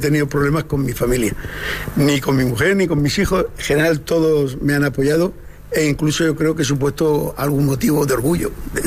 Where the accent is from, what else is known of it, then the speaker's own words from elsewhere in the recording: Calasparra, Region of Murcia, Spain; born there; also born or lived in Barcelona; yo nací en Barcelona, pero estudié en Calasparra. Me vine a vivir a Calasparra, en Murcia.